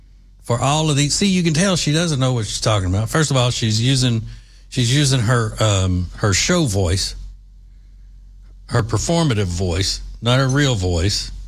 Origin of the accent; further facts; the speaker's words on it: Texas, United States; I'm from Texas